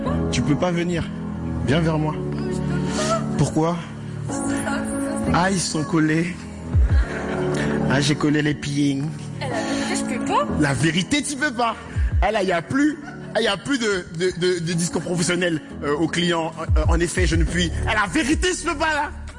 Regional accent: Garges-lès-Gonesse, Île-de-France, France; Et moi, j'ai grandi à Garges-lès-Gonesse.

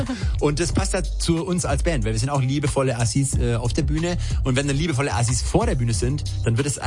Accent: Swabia, Germany; Selber als Schwabe

